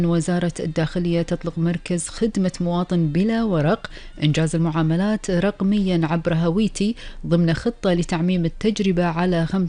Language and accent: Arabic; Kuwait; طبعا هذه كانت أخبار ديرتنا الحبيبة الكويت